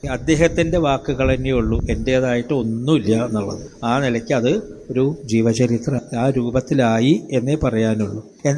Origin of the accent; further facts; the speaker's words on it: Aloor, Kerala, India; ഞങ്ങളുടെ നാട്ടിൽ, ആളൂരാണ് സ്ഥലത്തിൻ്റെ